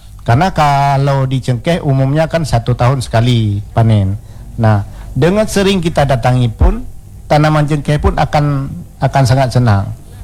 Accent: Aceh, Indonesia; orang kita Aceh

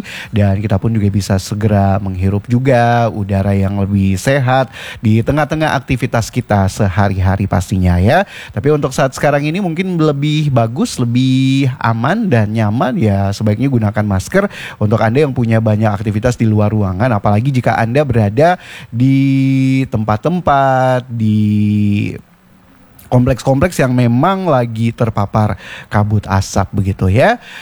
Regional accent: Sorong, Southwest Papua, Indonesia; kita warga Kota Sorong

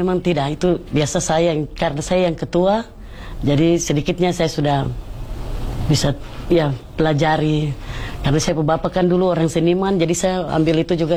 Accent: Papua, Indonesia; Tapi kalau untuk ini kan sudah umum ini untuk kami orang Papua.

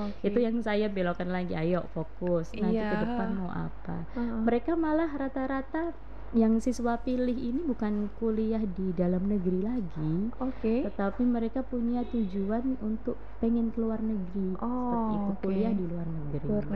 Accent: Surakarta, Central Java, Indonesia; now in Belu, Indonesia; Saya kan dari Solo nih.

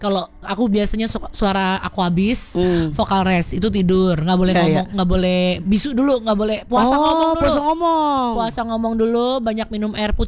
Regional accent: Surabaya, East Java, Indonesia; Saya aslinya Surabaya, orang Jawa saya.

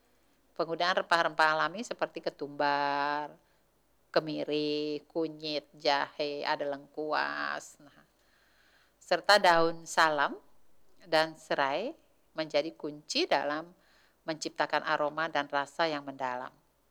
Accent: Sulawesi, Indonesia; kita orang Sulawesi

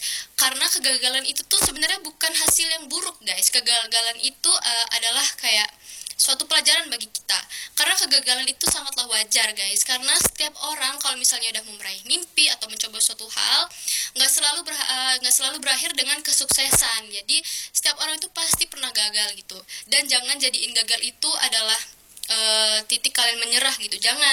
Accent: Jambi, Indonesia; sebagai anak Jambi

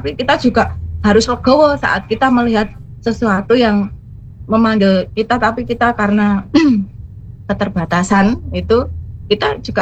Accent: Boyolali, Central Java, Indonesia; born there; moved away; Kalau saya juga saya lahir di Boyolali.

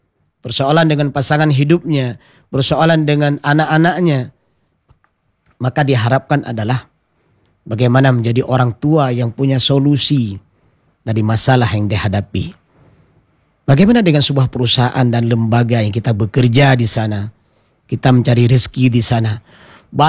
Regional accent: Aceh, Indonesia; saya sebagai orang Aceh, ya, saya sebagai orang Indonesia juga

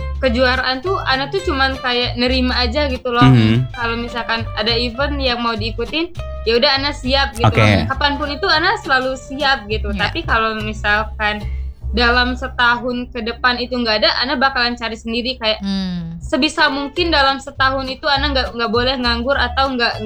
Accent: South Sumatra, Indonesia; moved away; also born or lived in Lampung; Aku awalnya dari Sumatera Selatan. Asalnya dari Sumatera Selatan. Nah, ngerantau ke Lampung itu sama nenek aku dan budi aku di sana.

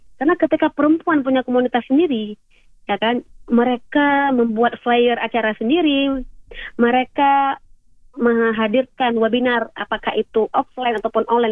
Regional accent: Aceh, Indonesia; Misalkan saya dari Aceh jadi ketua dua pusat.

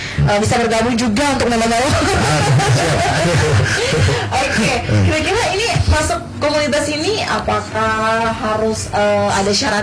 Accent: Nabire, Central Papua, Indonesia; kami warga Nabire

